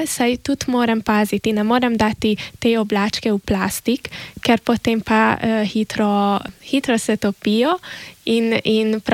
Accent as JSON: {"language": "Slovenian", "town": "Sakalovci", "region": "Vas", "country": "Hungary", "said": "Ja sem iz Sakalovec, sem porabska Slovenka, tako oče kot mama sta porabska Slovenca."}